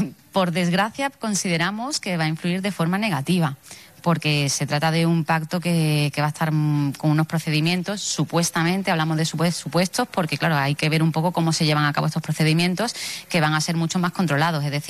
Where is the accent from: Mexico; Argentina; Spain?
Spain; Ceuta